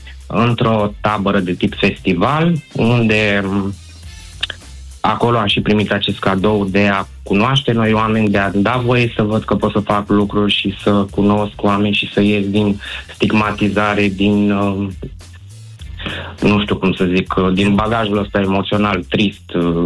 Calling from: Buzău, Buzău County, Romania; Adică eu sunt din Buzău, de fel.

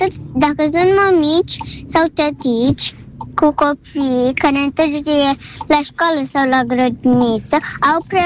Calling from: Iași, Iași County, Romania; din Iași, da? Și am 5 ani.

